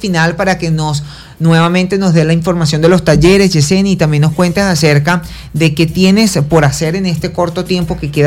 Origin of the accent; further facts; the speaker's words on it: Caracas, Capital District, Venezuela; born there; uno que es de Caracas, yo nací en Caracas